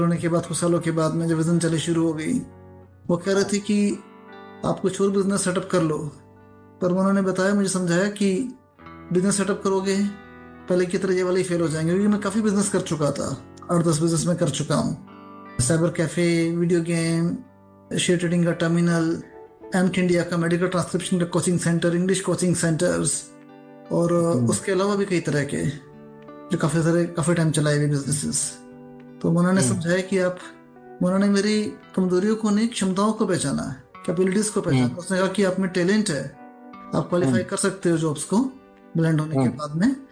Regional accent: Haryana, India; मैं बेसिकली हरियाणा से हूँ

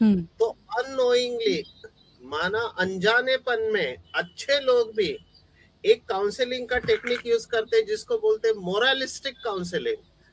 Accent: Maharashtra, India; now in Mumbai, India; हमारे महाराष्ट्र में, अभी मैं मुंबई से हूँ

